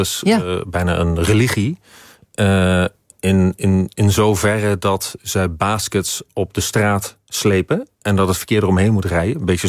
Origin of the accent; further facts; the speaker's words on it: Schiedam, South Holland, Netherlands; ik kom zelf uit Schiedam.